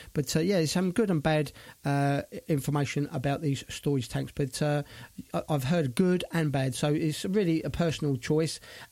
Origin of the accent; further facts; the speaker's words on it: Brighton, South East England, United Kingdom; now in Spain; my hometown of Brighton.